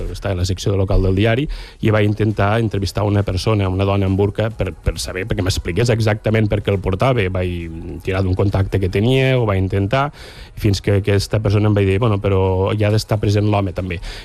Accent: Balaguer, Catalonia, Spain; me'n vaig cap a Balaguer, soc de Balaguer

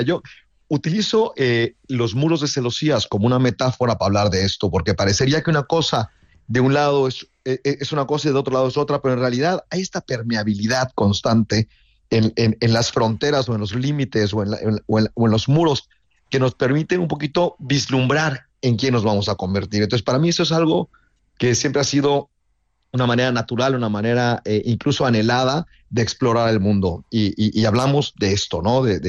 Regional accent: Mexico; also born or lived in Madrid, Spain / United States; Soy mexicano, pero he vivido en Madrid, he vivido en Estados Unidos, he vivido en diferentes lugares.

